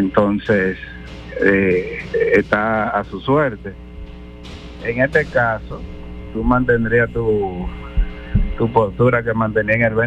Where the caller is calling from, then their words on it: Santa Cruz de Barahona, Barahona, Dominican Republic; desde Barahona.